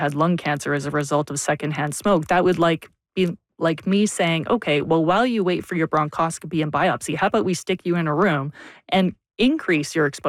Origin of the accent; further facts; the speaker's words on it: Vancouver, British Columbia, Canada; moved away; I'm from Vancouver.